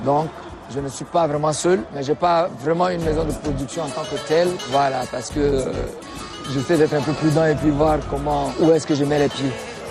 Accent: Chad; accent: Chadian; Je suis Tchadien, c'est vrai. Même ici … Bon, déjà, de par mon accent, on sait que c'est un Tchadien.

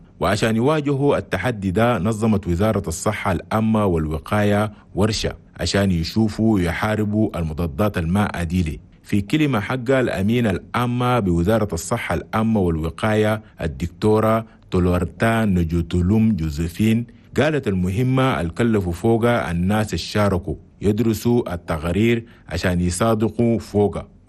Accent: Chad; في بلدنا تشاد

